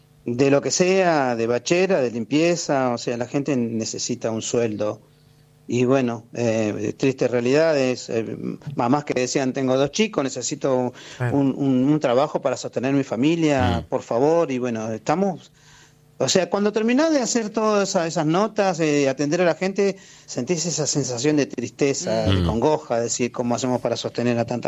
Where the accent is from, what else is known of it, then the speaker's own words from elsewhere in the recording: Buenos Aires Province, Argentina; Y más en el conurbano, nuestro conurbano.